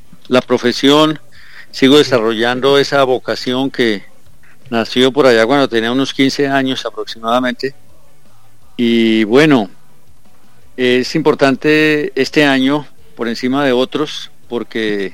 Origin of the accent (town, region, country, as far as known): Colombia